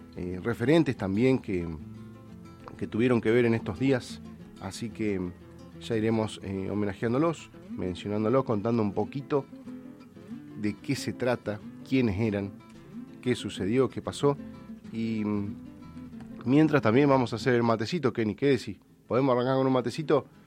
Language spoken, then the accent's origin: Spanish; Argentina